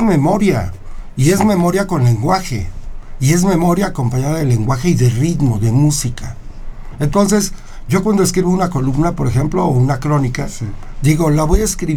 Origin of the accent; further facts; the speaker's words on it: Huauchinango, Puebla, Mexico; also born or lived in Mexico City; Conocí a una chica en Huauchinango, que es mi patria chica, okay. Yo iba de pronto a ver a mi abuela y conocí a esta chica y me enamoré. Uh-huh. Y me fui a vivir a Huauchinango